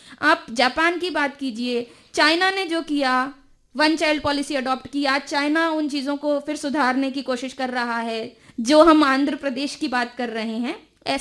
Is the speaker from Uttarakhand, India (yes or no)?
no; Bikaner, Rajasthan, India; मैं मूलतः क्योंकि बीकानेर से आती हूँ और ससुराल बाड़मेर है